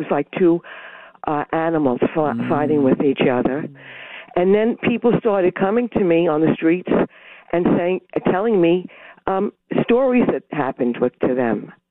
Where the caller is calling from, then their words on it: Fairfield County, Connecticut, United States; I'm calling from Fairfield County.